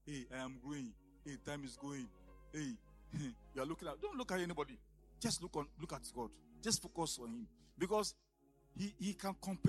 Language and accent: English; Etibi, Ghana; So they were bringing me from my hometown, Etibi, to Accra.